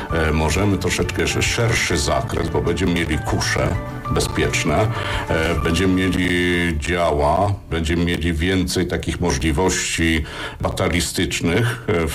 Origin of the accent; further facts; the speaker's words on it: Wojsławice, Lublin Voivodeship, Poland; bo ja jestem z Wojsławic